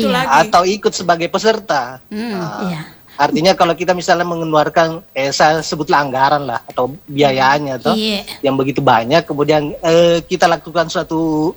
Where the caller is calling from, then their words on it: Pangkep, South Sulawesi, Indonesia; Pangkep. Kebetulan masih ada di petanya itu Pangkep, saya tinggal di situ.